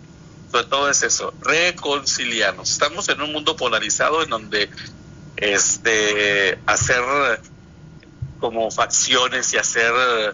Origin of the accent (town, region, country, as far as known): Mexico